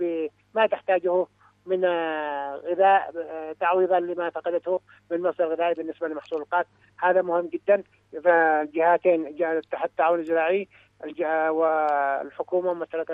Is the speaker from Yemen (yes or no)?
yes; Yemen